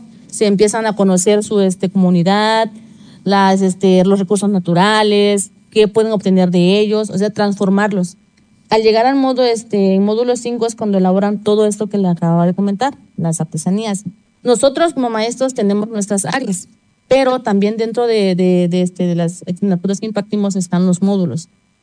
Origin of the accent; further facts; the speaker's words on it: Cochoapa, Guerrero, Mexico; soy originaria de Cochoapa, pero estoy trabajando aquí como docente en el Bachillerato Intercultural Plantel 08 Zapualpan.